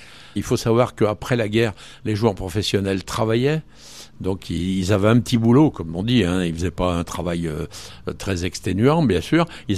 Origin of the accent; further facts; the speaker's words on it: L'Étrat, Auvergne-Rhône-Alpes, France; born there; Non, je suis né ici à l'Étrat.